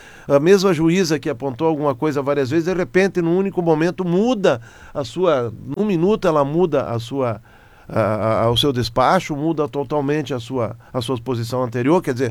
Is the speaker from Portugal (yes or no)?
no; Brazil; nós sonhamos enquanto brasileiros